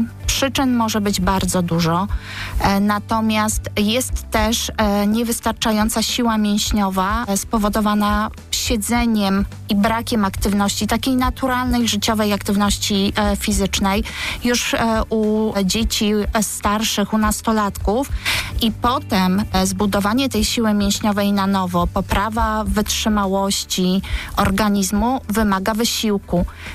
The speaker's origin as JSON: {"language": "Polish", "town": "Gdynia", "region": "Pomeranian Voivodeship", "country": "Poland", "said": "Ja jestem z Gdyni, więc łatwiej mi operować takimi rejonami właśnie Gdyni."}